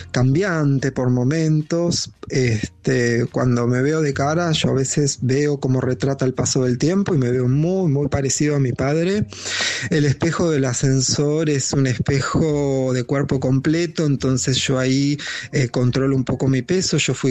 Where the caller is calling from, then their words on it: Acassuso, Buenos Aires Province, Argentina; de Acasuso